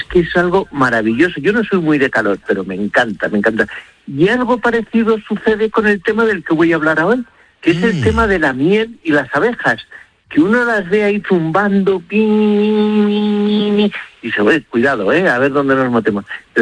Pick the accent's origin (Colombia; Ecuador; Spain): Spain; Castile and León; y él era de cerca de mi pueblo, era de Piedrahíta, de al lado